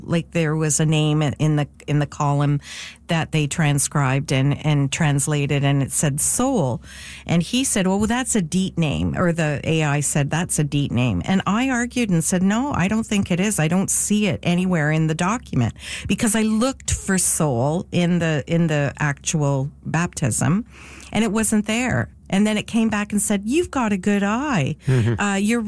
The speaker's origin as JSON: {"language": "English", "country": "Canada", "said": "I'm so Canadian."}